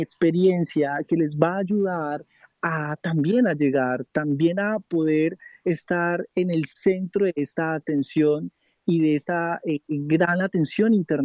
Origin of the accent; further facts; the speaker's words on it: Buenos Aires Province, Argentina; Te cuento que, como todo bonaerense, yo pienso que estaba a un punto de llegar a uno de los escenarios más exigentes del mundo en la moda.